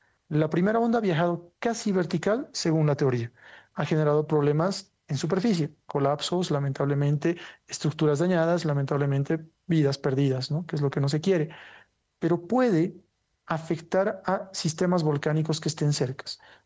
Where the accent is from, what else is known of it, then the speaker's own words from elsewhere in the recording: Bolivia; Eso lo vimos en mi país, Bolivia.